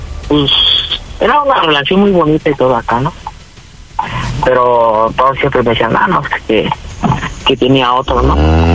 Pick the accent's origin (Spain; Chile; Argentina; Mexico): Mexico; Mexico City; Tengo 17, estás bien. Ciudad de México.